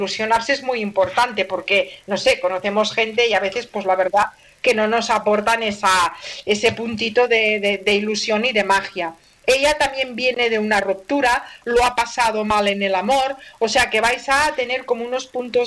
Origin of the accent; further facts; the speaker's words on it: Barcelona, Catalonia, Spain; Claro, yo soy de Barcelona, anda que no se me nota a mí. El acento que llevo.